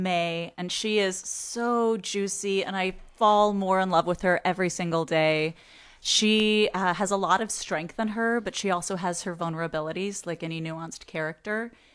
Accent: Austin, Texas, United States; I grew up in Austin

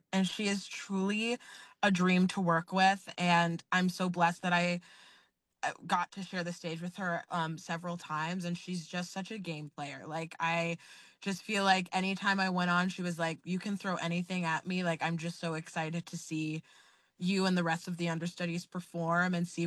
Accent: Maplewood, New Jersey, United States; also born or lived in South Orange / West Orange; now in New York City, United States; So I grew up in Maplewood, and then I moved to South Orange, and then I moved to West Orange. And yeah, and now I live in New York City.

